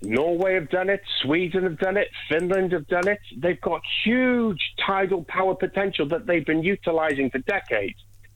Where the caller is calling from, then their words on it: Wales, United Kingdom; I'm talking from South Wales